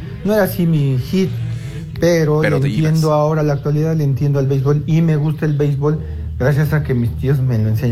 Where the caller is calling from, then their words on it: Oaxaca, Mexico; Yo soy del estado de Oaxaca.